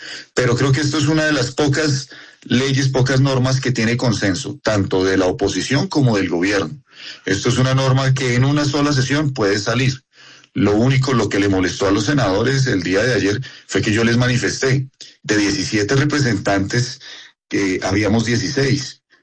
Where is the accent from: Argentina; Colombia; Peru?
Colombia; Vichada; Departamentos como el Bichada, del que yo soy, donde yo nací